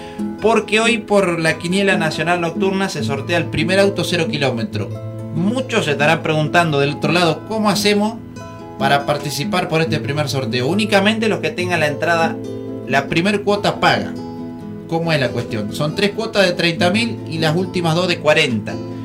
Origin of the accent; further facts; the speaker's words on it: San Agustín, Buenos Aires, Argentina; moved away; de haber vivido de chico en San Agustín